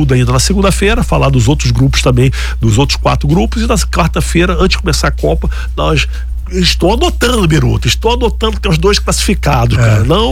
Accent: Brazil; eu sou brasileiro até o final

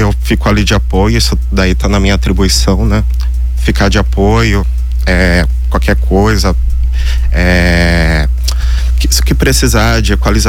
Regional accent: Caraguatatuba, São Paulo, Brazil; moved away as an adult; also born or lived in São José dos Campos; E eu cresci em Caraguatatuba e meu desejo era voltar para Caraguatatuba.

